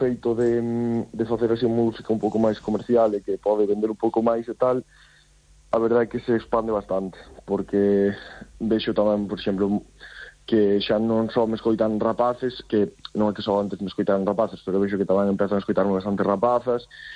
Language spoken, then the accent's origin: Galician; Galicia, Spain; first language Galician; Simplemente son galego, falo galego, a miña lingua é galego